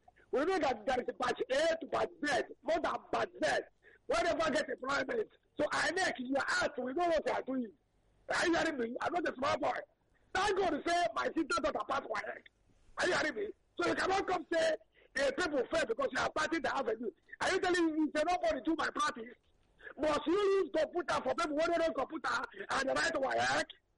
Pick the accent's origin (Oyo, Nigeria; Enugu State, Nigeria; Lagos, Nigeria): Lagos, Nigeria; born there; I was born in Lagos. I'm a Lagosian.